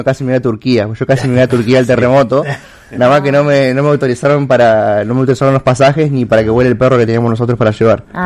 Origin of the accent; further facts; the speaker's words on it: Santa Fe, Argentina; born there; soy de Ceci.